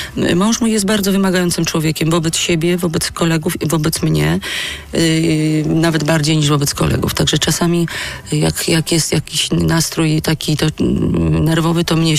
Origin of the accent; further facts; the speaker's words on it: Silesian Voivodeship, Poland; moved away as an adult; now in Kraków, Poland; bo jestem Ślązaczką.